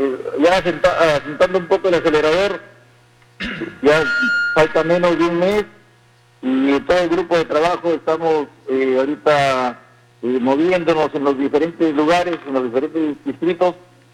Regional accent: Talara, Piura, Peru; also born or lived in Lima; nacido en Talara, criado en Talara, y salí a estudiar a Lima y luego regresé

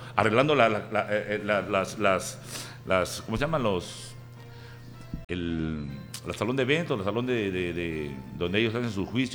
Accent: José Leonardo Ortiz, Lambayeque, Peru; Yo soy leonardino. Han roto mi calle de Virrey Toledo, que yo vivo en Virrey Toledo

